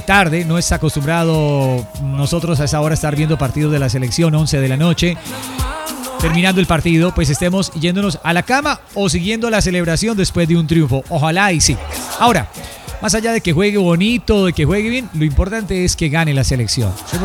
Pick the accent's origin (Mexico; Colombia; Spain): Colombia